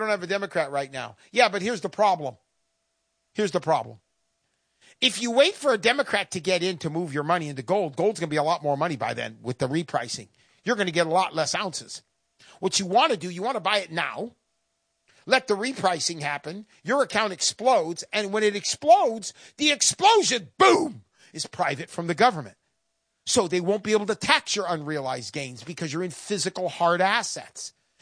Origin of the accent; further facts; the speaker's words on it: California, United States; Southern California.